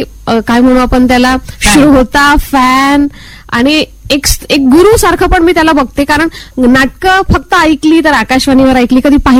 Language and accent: Marathi; Wardha, Maharashtra, India; moved away; मी पुलगाव, वर्धेनंतर जे पुलगाव आहे तिथे विटाळा म्हणून ते आमचं गाव आहे. सो माझं बालपण तिथे गेलं आणि 12वीपर्यंत तिथेच शिक्षण झालं. माझ्या घरी 2-3 एकर शेती आहे